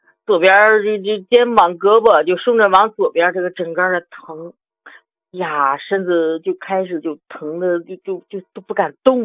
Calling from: Chengde, Hebei, China; 我是河北承德的。

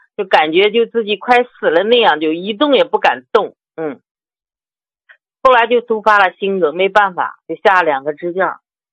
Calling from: Chengde, Hebei, China; 我是河北承德的。

